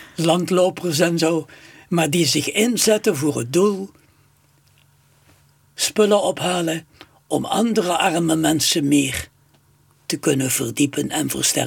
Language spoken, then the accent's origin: Dutch; Netherlands; now in 's-Hertogenbosch, Netherlands; wij zijn Nederlanders.